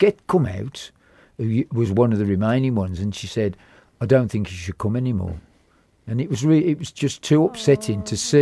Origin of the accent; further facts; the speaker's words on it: West Midlands, United Kingdom; we grew up on the Cakemore estate